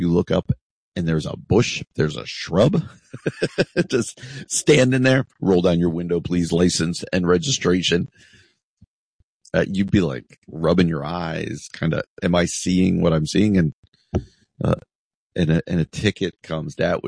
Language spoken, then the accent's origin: English; New Jersey, United States; moved away as an adult; I love this story from my home state of New Jersey. I grew up in New Jersey. I've been a Midwesterner for a long time. I basically moved out here in 1995 to go to Wheaton College